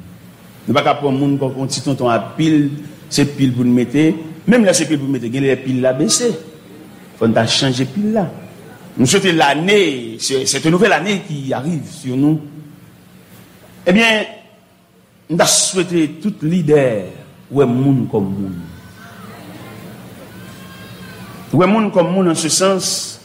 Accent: Haiti; Parce que nous-mêmes, haïtiens chrétiens, avec des petits groupes haïtiens que l'église là

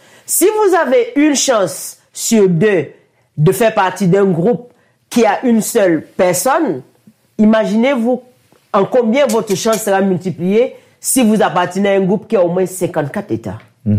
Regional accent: Cameroon; je suis Camerounais

